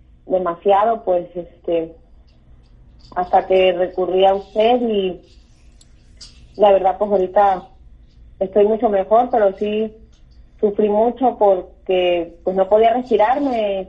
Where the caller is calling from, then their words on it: McKinney, Texas, United States; De Makini.